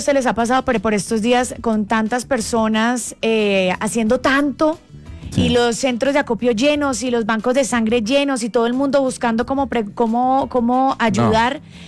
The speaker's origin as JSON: {"language": "Spanish", "town": "Cali", "region": "Valle del Cauca", "country": "Colombia", "said": "yo soy caleña"}